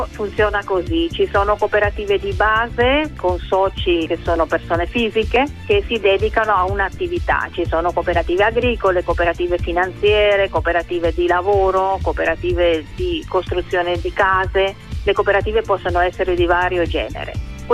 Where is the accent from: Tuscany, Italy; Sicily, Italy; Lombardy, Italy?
Lombardy, Italy; Milan; moved away as an adult; now in Paraguay; noi siamo di Milano, per spiegare, Milano città, quindi cittadini